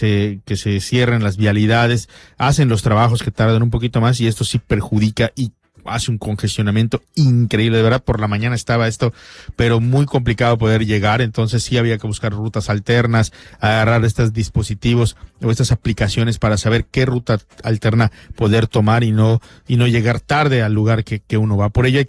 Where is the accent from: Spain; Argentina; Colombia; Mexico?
Mexico; Yucatán